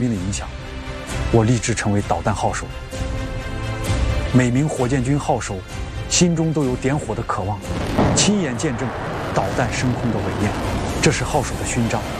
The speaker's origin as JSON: {"language": "Chinese", "region": "Shanxi", "country": "China", "tie": "born there", "moved": "as an adult", "said": "我出生在山西太行山区的一个小山村，15岁因家庭变故，我辍学在煤窑工作"}